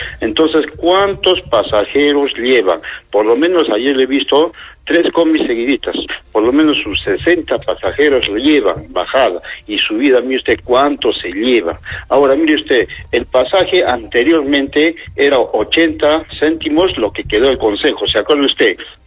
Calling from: Arequipa, Peru; yo soy de Cebalere, ya de la Avenida Las Torres.

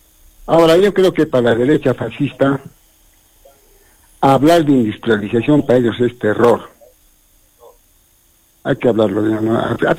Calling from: Peru

